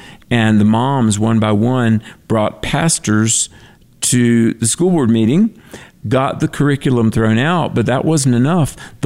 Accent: North Carolina, United States; and also in my home state of North Carolina.

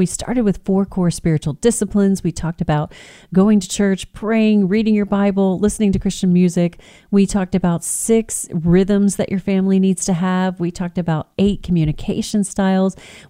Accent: Texas, United States; I grew up on the Texas Gulf Coast. I love all things water sport, the beach, everything.

